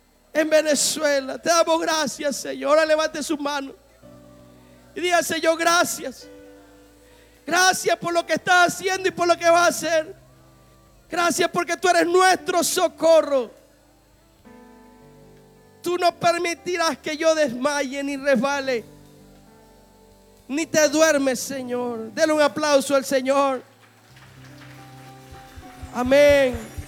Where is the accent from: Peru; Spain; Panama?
Panama